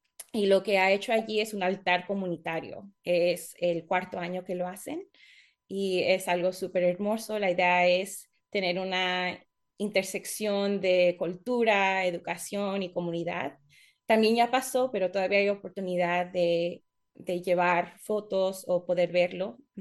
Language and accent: Spanish; Mexico